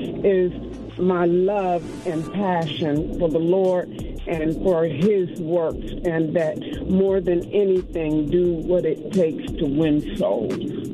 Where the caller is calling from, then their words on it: Cleveland, Ohio, United States; I'm calling from Cleveland, Ohio.